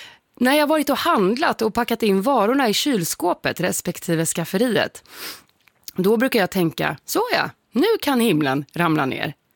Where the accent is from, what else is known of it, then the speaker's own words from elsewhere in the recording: Stockholm, Stockholm County, Sweden; now in Kalmar, Sweden; Jag är ju stockholmare men bor i Kalmar.